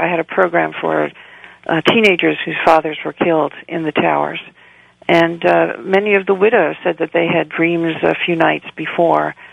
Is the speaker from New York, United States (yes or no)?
yes; New York City, New York, United States; now in Long Island, United States; I'm located on Long Island, and I come from Brooklyn.